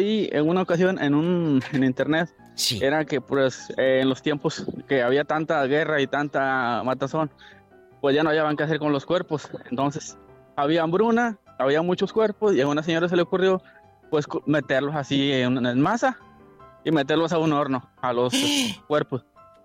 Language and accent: Spanish; Ciudad Valles, San Luis Potosí, Mexico; born there; Pues ahí se llama Ciudad Valles. Ciudad Valles, San Luis Potosí.